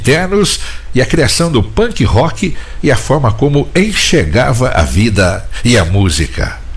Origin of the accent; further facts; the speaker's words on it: Brazil; Araci mora em Cesário, minha cidade natal.